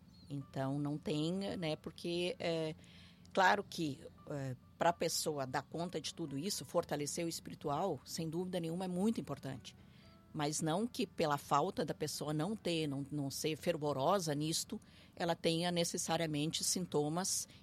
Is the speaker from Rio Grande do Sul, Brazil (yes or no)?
yes; Rio Grande do Sul, Brazil; Nós que somos aqui do Rio Grande do Sul, a gente tem muito uma cultura um pouco mais machista